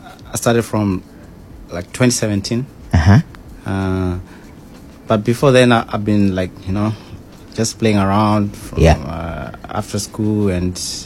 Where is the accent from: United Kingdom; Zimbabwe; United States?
Zimbabwe; moved away; I'm originally from Zimbabwe.